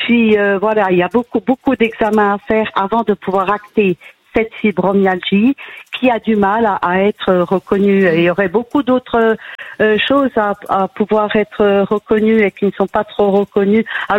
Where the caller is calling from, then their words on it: Montbéliard, Bourgogne-Franche-Comté, France; J'habite à Montbéliard, exactement.